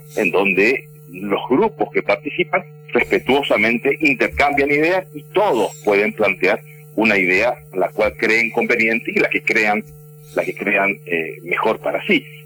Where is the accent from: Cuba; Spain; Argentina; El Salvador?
Argentina